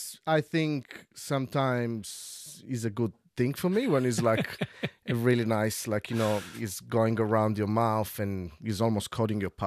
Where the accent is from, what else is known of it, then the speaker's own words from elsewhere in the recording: Apulia, Italy; I'm from Puglia, so it's really close to Greece, and I grow up eating